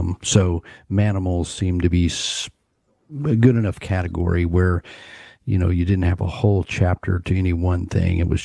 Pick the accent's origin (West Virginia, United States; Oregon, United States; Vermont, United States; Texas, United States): Texas, United States; Fort Worth; born there; I was born in Fort Worth, so this is kind of a hometown monster for me.